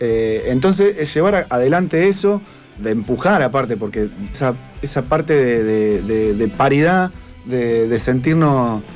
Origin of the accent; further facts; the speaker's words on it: Santa Teresa, Santa Fe, Argentina; Yo soy de Santa Teresa junto con Pablo.